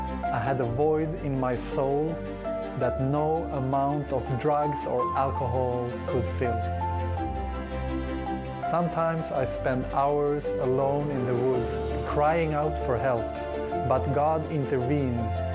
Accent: Sweden; I'm born and raised in Sweden. My father is from Morocco, and he was a non-practicing Muslim. And my mother is Swedish, and she was not a believer. So I grew up with no religion.

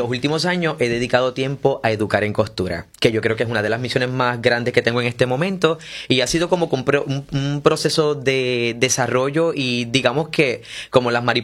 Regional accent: Morovis, Puerto Rico; soy criado y nacido en Morovi.

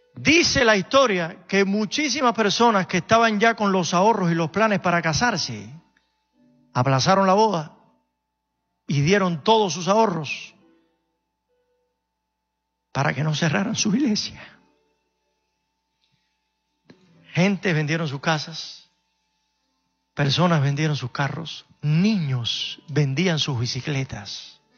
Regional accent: Cuba; moved away; En el año 1977, en Cuba, soy cubano, aunque alguno no lo haya notado.

